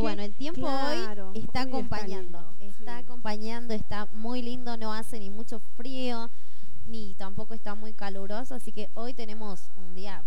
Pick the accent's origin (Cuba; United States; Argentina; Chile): Argentina; así somos los argentinos, muy apasionados